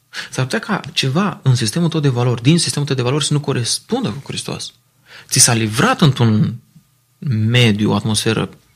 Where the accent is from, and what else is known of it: Romania